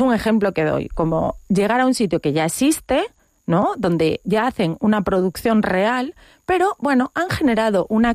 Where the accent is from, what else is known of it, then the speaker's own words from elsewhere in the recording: Galicia, Spain; Y siendo nosotras gallegas, pues igual hasta se nos hace conocido, ¿no?